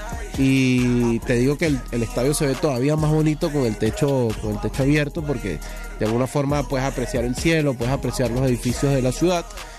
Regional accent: Venezuela; uno como venezolano de este lado del mundo está acostumbrado al ambiente de estadios latinoamericanos

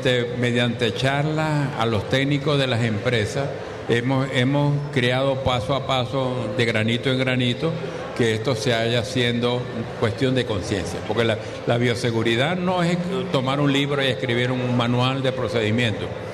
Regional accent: Venezuela; ya eso en este momento no contamos con eso acá en Venezuela. Pero yo me siento comprometido con mi país

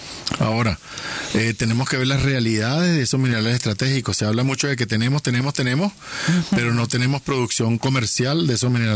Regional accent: Venezuela; Como venezolanos debemos estar avergonzados

